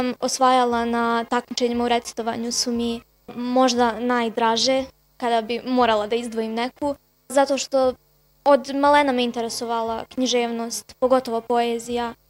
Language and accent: Bosnian; Vlasenica, Republika Srpska, Bosnia & Herzegovina; Iz osnovne škole došla sam iz Vlasenice.